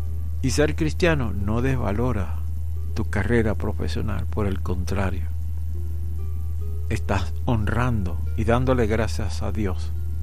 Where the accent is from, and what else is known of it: Venezuela